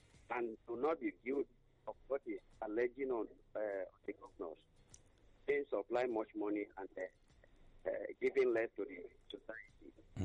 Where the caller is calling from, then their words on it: Kogi, Nigeria; I myself, I'm from Kogi.